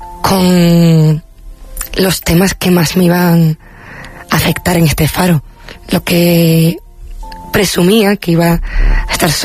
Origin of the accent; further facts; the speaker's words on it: Los Llanos de Aridane, Canary Islands, Spain; toqué en la plaza de los Llanos de Aridane, en mi pueblo, frente